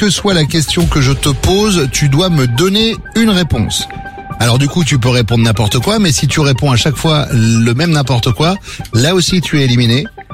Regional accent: Nouvelle-Aquitaine, France; moved away; C'est mon côté chauvin de Charente-Maritime.

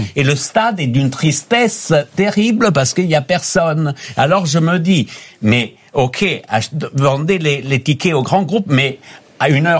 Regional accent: Italy; now in France; dans nos pays méditerranéens, moi je reviens de Grèce, je suis italien

